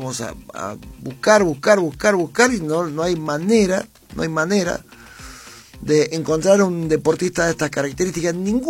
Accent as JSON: {"language": "Spanish", "country": "Argentina", "said": "nosotros también, como argentinos"}